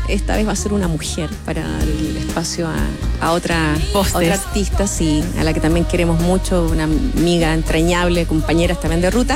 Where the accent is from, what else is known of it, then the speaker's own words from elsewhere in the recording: Chile; Somos especiales los chilenos también con lo nuestro